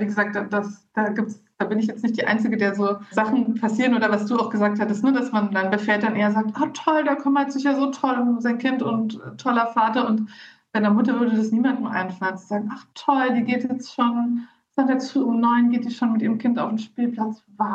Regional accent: Bavaria, Germany; now in Leipzig, Germany; ich bin ja in Bayern aufgewachsen und jetzt wohne ich aber schon lange in Leipzig, also in Ostdeutschland.

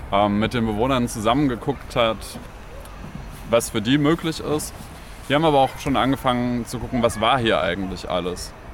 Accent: West Germany, Germany; moved away; Ich komme aus Westdeutschland

